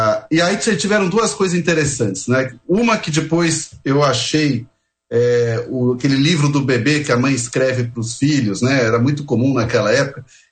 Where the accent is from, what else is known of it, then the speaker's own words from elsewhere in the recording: São Paulo, Brazil; eu nasci no meio de Moema, num apartamento de 70 metros quadrados, num bairro que estava se verticalizando totalmente